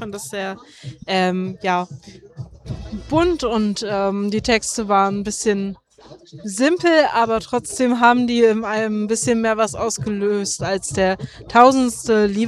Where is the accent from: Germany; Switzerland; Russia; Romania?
Germany; Weimar, Thuringia; ich komme auch aus Weimar